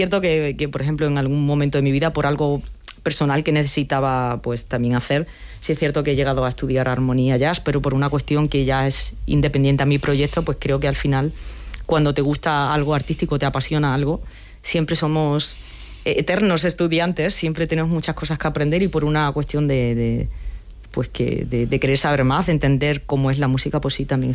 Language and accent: Spanish; Spain; now in Madrid, Spain; que soy española